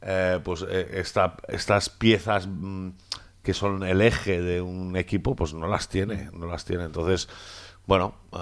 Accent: Catalonia, Spain; Y esto no puede pasar, y menos siendo catalanes

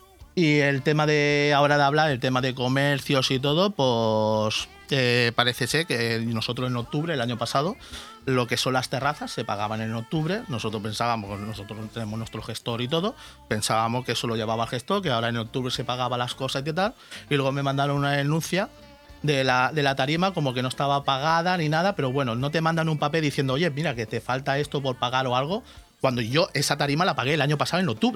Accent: Villajoyosa, Valencian Community, Spain; Todos los comercios de Villajoyosa no tenemos ayuda ninguna.

